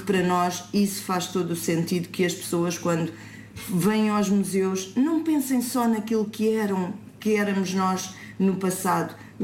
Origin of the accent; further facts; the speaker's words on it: Algarve, Portugal; a água é algo que a nós nos preocupa muito como algarvios